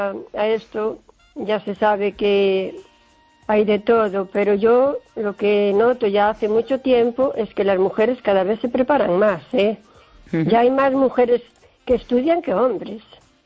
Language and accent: Spanish; O Carballiño, Galicia, Spain